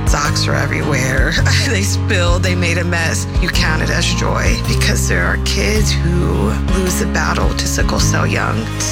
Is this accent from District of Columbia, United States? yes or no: no; Buckeye, Arizona, United States; We are from Buckeye, Arizona.